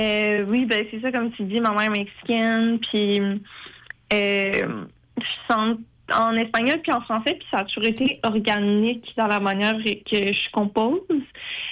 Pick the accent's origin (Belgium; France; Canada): Canada; Quebec City, Quebec; born there; moved away as an adult; now in Montreal, Canada; je viens de Québec